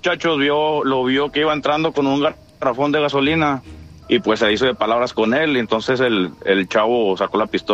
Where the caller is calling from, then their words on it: Dallas, Texas, United States; yo soy de Dallas, Texas, ¿verdad?